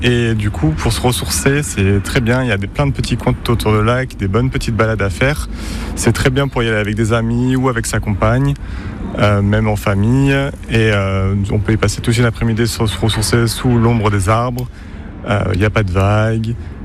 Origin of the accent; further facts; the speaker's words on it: Bordeaux, Nouvelle-Aquitaine, France; de Bordeaux et mon coin de paradis, c'est le lac de Bombane.